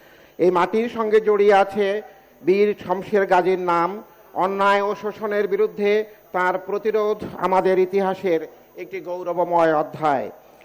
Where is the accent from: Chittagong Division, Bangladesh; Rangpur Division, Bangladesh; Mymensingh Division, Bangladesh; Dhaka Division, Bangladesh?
Chittagong Division, Bangladesh; Ramgati; আমার নিজ জেলা লক্ষ্মীপুরের রামগতি উপজেলায় জনগণ আজকের এই অনুষ্ঠান সরাসরি দেখছেন